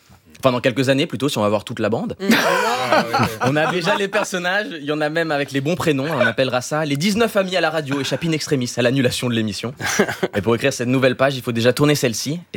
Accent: Switzerland; Non, en plus, moi, j'ai grandi en Suisse, donc la majorité du pays, elle est germanophone

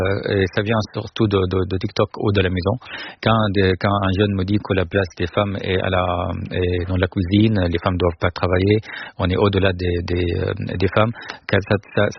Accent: Syria; now in France; tel pays d'où je suis venu, je viens de la Syrie

